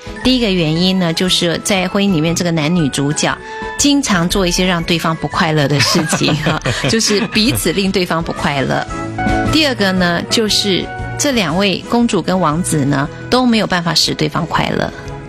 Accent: China; 但是其实我发现在我们华人当中啊，我们中国人还有一个现象

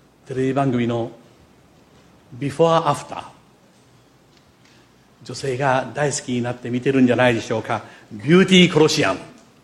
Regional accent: Kochi, Japan; 土佐の人間である私、いごっそうの私

